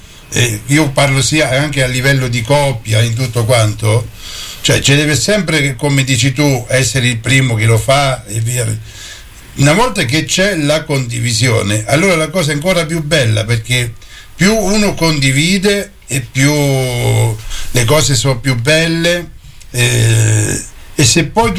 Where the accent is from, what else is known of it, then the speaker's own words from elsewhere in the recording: Fermo, Marche, Italy; Guarda, Dario, ti posso dire che io so che sono di Fermo.